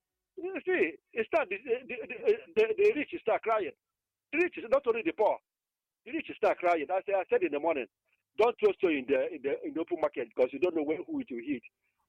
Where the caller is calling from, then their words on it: Obunka, Anambra, Nigeria; I come from Obunka, Anambra State.